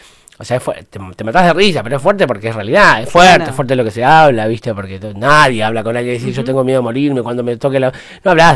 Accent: Argentina; Somos todos argentinos, estamos todos en la misma.

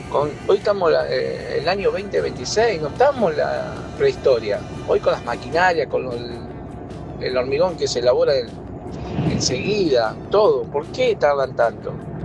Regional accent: Bahía Blanca, Buenos Aires Province, Argentina; now in Chubut, Argentina; soy nacido y criado en Bahía Blanca, he visto pasar todas, y bueno, en estos momentos yo estoy viviendo en Chubut

